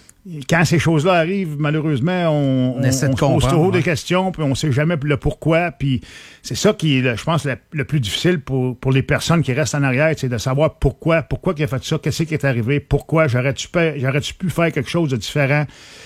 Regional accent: Saint-Bruno, Quebec, Canada; l'été, moi, je m'entraînais, je viens de Saint-Bruno, je m'entraînais là

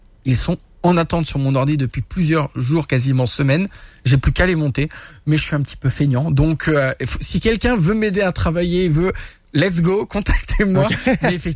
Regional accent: France; now in Canada; parce que je suis français et qu'il y a eu les forces françaises qui ont été engagées, de deux, parce que je suis canadien de cœur maintenant

